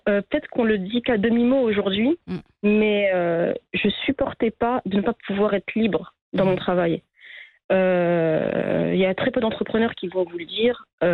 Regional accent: France; je suis née et j'ai grandi en France.

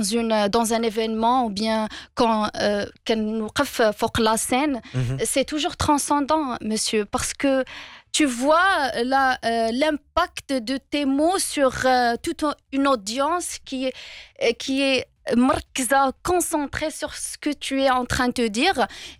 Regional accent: Fez, Fès-Meknès, Morocco; French is a second language; C'est plutôt parce que, encore, je suis marocaine. Je suis issue d'une famille modeste, très modeste. J'ai grandi dans un quartier populaire de Medina Qdima à Fès.

